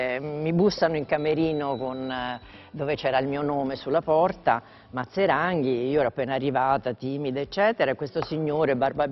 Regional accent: Rome, Lazio, Italy; born there; Sì, sì, sono nata a Roma.

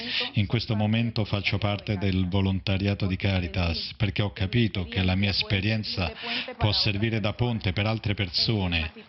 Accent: Colombia; moved away as an adult; sono colombiano, 48 anni. Sono arrivata 3 anni fa lasciando la mia famiglia e mio figlio

